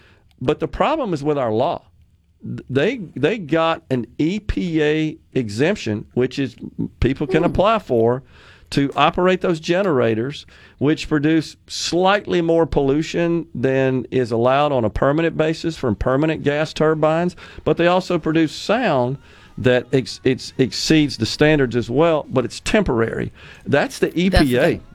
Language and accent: English; Ridgeland, Mississippi, United States; My hometown of Ridgeland